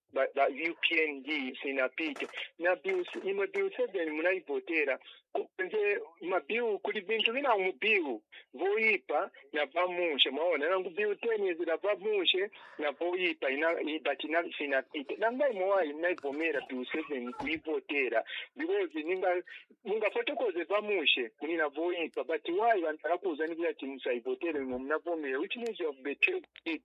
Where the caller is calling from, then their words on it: Lusaka, Lusaka Province, Zambia; calling you from Chazanga.